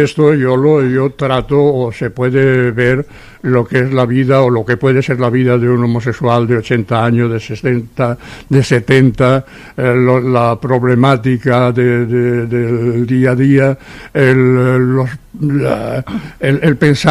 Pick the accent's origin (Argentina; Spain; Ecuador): Spain; Seville, Andalusia; now in Barcelona, Spain; cuando vinimos de Sevilla.